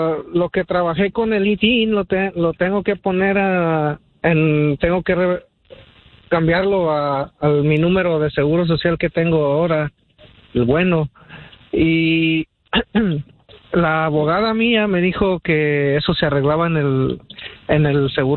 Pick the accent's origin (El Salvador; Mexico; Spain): Mexico; León, Guanajuato; Yo soy de Guanajuato.